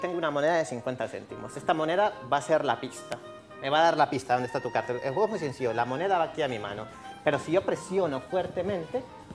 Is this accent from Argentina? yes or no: no; Honduras; Honduras, sí, sí.